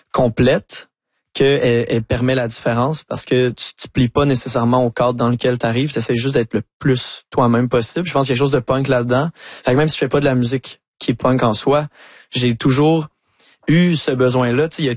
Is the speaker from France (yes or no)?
no; Saint-Hyacinthe, Quebec, Canada; parce que moi je viens de Saint-Hyacinthe qui est une